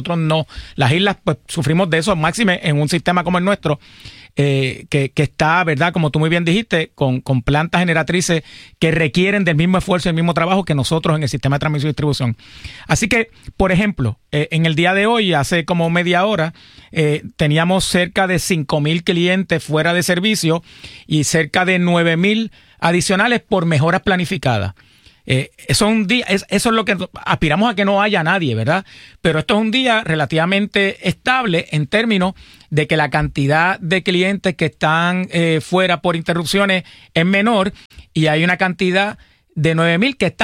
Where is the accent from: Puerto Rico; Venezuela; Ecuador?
Puerto Rico; Arecibo; Recuerda, yo soy de Arecibo.